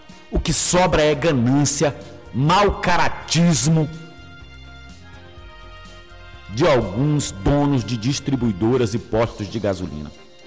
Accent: Brazil; morei uma boa parte da minha vida e foi ali onde me criei. Nasci na zona rural, mas vim morar na cidade, no bairro da Ruinha, ainda criança, e ali me criei

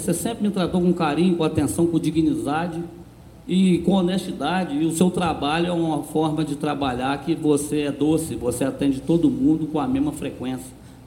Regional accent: Rio Novo do Sul, Espírito Santo, Brazil; born there; now in Muniz Freire, Brazil; apesar de não ser daqui, sou de Rio Novo, nascido em Rio Novo do Sul, moro aqui, ganhei o título cidadão aqui

